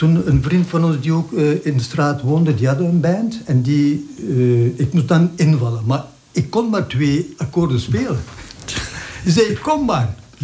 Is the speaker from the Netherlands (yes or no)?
no; Turkey; Dutch is a second language; Op school niet, maar wel immigranten van vroeger. Freddy is een Pool en ik ben Turk.